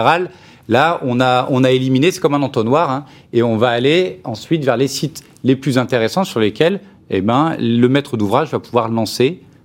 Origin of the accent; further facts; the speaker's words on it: Chambéry, Auvergne-Rhône-Alpes, France